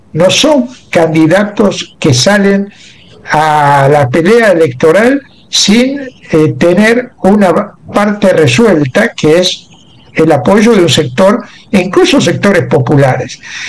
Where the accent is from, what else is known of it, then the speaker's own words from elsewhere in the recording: Argentina; en mi país, en Argentina